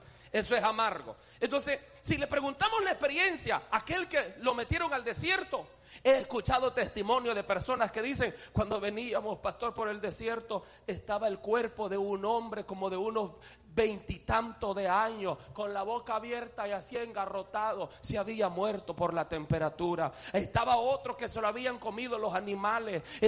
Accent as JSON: {"language": "Spanish", "country": "El Salvador", "said": "como decimos en El Salvador, chivo, tranquilo, fácil, bonita"}